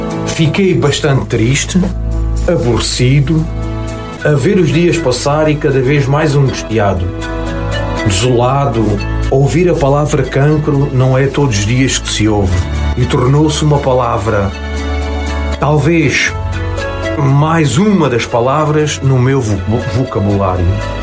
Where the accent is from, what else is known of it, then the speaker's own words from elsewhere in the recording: Portalegre, Alentejo, Portugal; nasci em 25/7/66, sou natural de Porto Alegre e reformado.